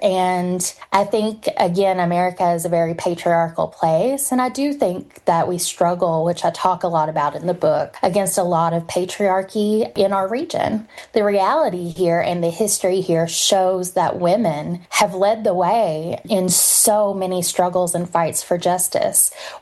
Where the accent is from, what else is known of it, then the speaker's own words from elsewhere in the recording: Appalachia, United States; in spite of being from Appalachia, but because I am from Appalachia.